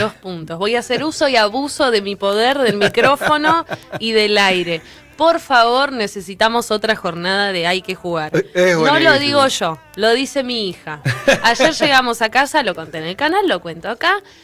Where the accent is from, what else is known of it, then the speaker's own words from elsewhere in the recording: Patagonia, Argentina; somos patagónicos